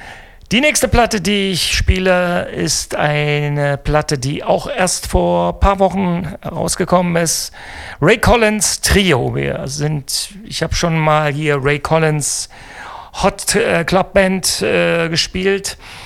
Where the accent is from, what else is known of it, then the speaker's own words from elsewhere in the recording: Frankfurt, Hesse, Germany; haben sie in meiner alten Heimat gespielt, in Frankfurt, im Dreikönigskeller